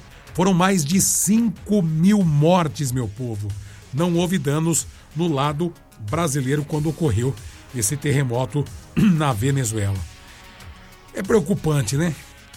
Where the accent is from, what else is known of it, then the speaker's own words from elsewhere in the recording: Bariri, São Paulo, Brazil; nós que somos aqui de Bariri, do estado de São Paulo, do sudeste do Brasil, do interiorzão do estado de São Paulo